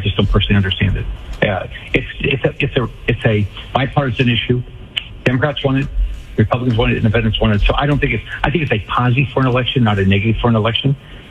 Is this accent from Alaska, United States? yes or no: no; Florida, United States; I'm from Florida, so we know how to work.